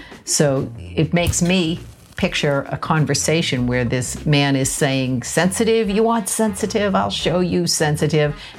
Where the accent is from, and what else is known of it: Boston, Massachusetts, United States; born or raised there